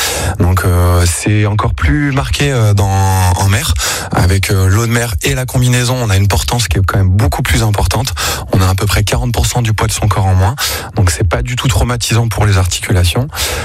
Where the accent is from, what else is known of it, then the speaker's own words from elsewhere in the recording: Poitiers, Nouvelle-Aquitaine, France; moved away as an adult; now in Hennebont, France; je suis originaire de Poitiers. Avec ma femme, on a décidé d'arriver en Bretagne en 2007, dans le Morbihan, à Hennebon.